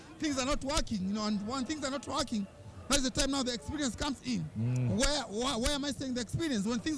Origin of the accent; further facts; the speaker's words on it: Kenya; as a Kenyan